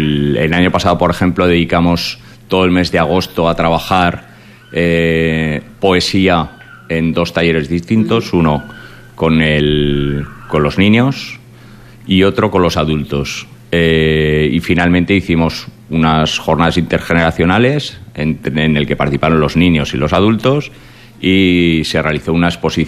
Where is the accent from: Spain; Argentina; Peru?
Spain; Ejea de los Caballeros, Aragon; como Egea, yo soy de Egea